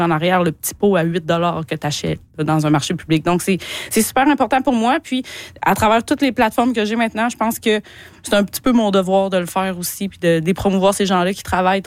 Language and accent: French; Quebec, Canada; Tu sais, moi, j'ai cuisiné de la viande sauvage toute ma vie, vu que je viens de l'Abitibi, en fait.